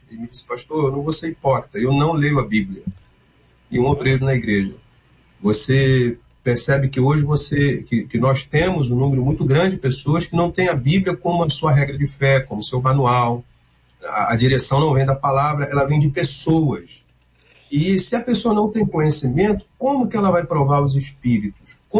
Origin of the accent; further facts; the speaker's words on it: Rio de Janeiro, Brazil; moved away; eu sou oriundo de Santa Cruz, aí do Rio de Janeiro, né?